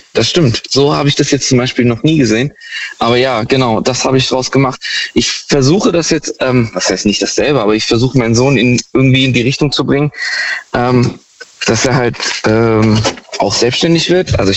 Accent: Heidelberg, Baden-Württemberg, Germany; Ich komme aus der Ecke Heidelberg.

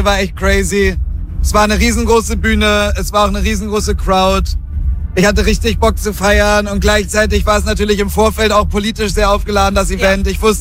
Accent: Mecklenburg-Vorpommern, Germany; Ich bin im Dorf in MacPom aufgewachsen. Damals gab es noch kein Internet in meiner Jugend

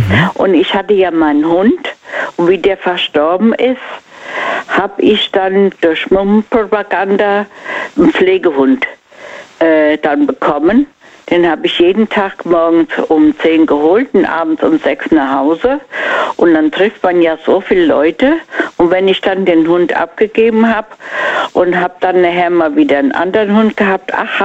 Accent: Mainz, Rhineland-Palatinate, Germany; Von Mainz.

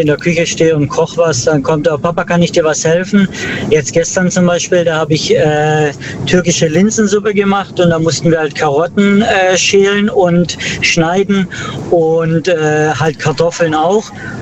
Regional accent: Baden-Württemberg, Germany; Aus dem Schwarzwald.

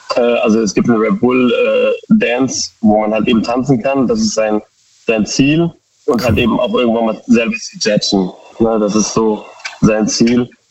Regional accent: Koblenz, Rhineland-Palatinate, Germany; Aktuell bin ich auf der Rückfahrt von Pforzheim und wir kommen aus Koblenz.

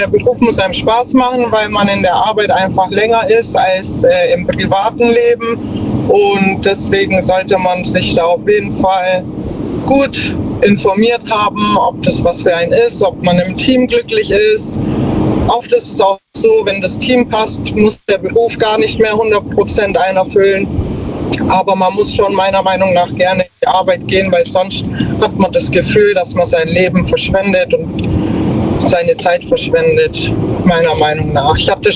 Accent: Ulm, Baden-Württemberg, Germany; Ich bin sehr gerne auch in meiner Heimat. Ich bin ja hier in Ulm auch geboren und ich bin super gerne hier

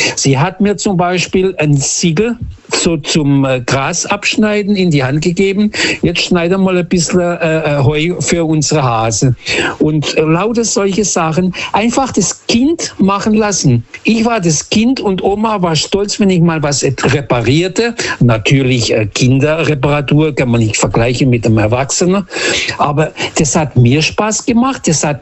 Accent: Lisbon, Portugal; German is a second language

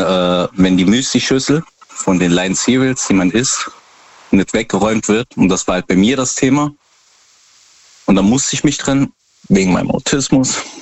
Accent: Rhineland-Palatinate, Germany; Ich bin aus Kesdorf.

